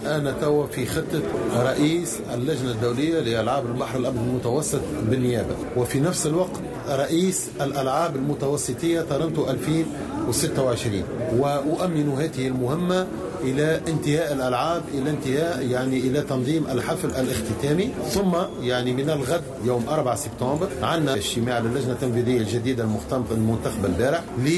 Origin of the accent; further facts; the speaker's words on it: Tunisia; بلادي تونس